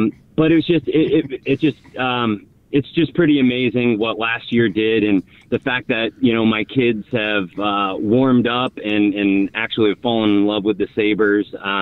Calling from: Cincinnati, Ohio, United States; So I live in Cincinnati

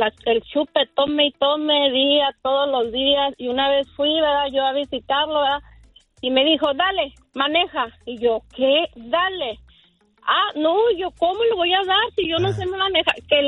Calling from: Torreón, Coahuila, Mexico; nosotros somos de Torreón, Coahuila, México.

